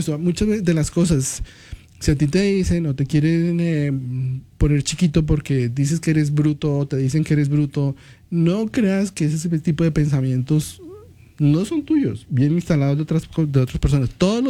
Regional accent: Colombia; soy colombiano aprendiendo vallenato.

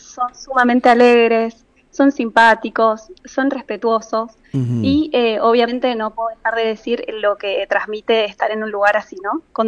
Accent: Argentina; moved away as an adult; now in Egypt; les digo que soy argentina

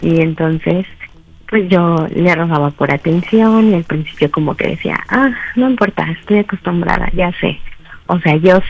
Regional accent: Guadalajara, Jalisco, Mexico; 34 años y soy de Guadalajara.

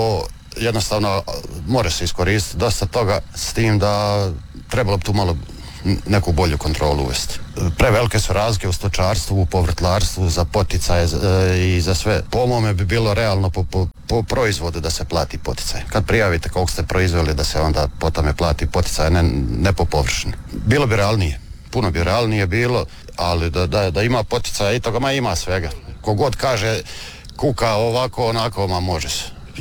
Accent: Zvjerinac, Croatia; iz Zvjerinca, bavim se poljoprivredom evo već 30 godina

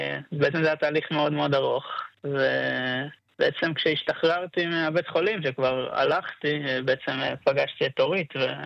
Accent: Karmia, Southern District, Israel; כן, אז במקור אני מקיבוץ קרמיה, וקפצתי בשבי למילואים.

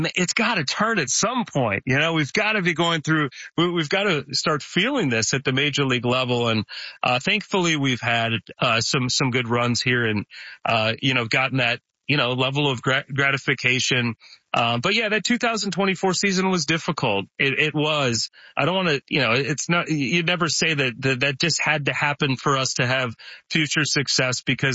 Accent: Detroit, Michigan, United States; You know, I grew up in Detroit, and, you know, I'm a Lions fan.

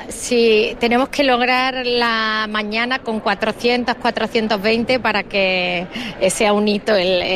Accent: Jaén, Andalusia, Spain; Yo vengo de Jaén.

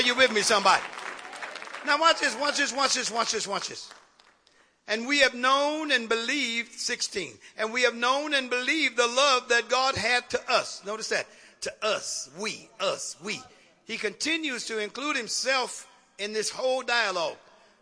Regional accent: Oakland, California, United States; I'm from West Oakland.

